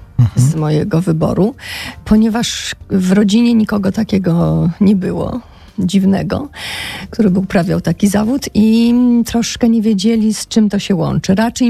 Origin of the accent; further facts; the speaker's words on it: Podlaskie Voivodeship, Poland; moved away; also born or lived in Białystok; wychowałam się w zasadzie na wsi pod Białymstokiem u nich